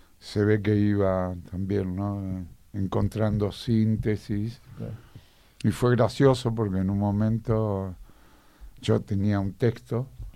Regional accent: Loma Negra, Buenos Aires Province, Argentina; also born or lived in Olavarría; Me crié en Loma Negra, frente a una fábrica de cemento.

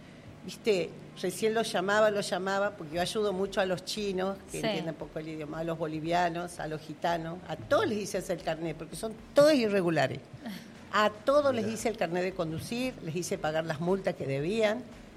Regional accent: Argentina; pero veo mi país, es mi país. Uh-huh. Es en la trifrontera donde se une Bolivia, Paraguay y Argentina.

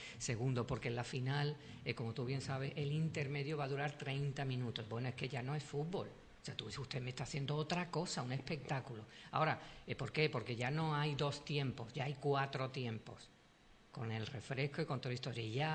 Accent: Andalusia, Spain; soy andaluz y también no, me gustaría estar en una terraza.

